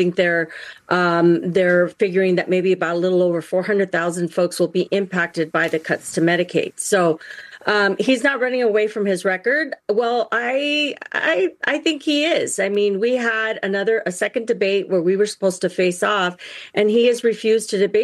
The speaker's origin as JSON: {"language": "English", "town": "Eloy", "region": "Arizona", "country": "United States", "tie": "born or raised there", "said": "In a small mom and pop grocery store in my hometown of Eloy, we walked down the baby aisle"}